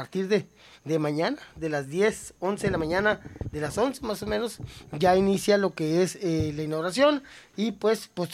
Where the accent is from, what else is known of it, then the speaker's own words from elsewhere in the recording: Mexico; Todos somos mexicanos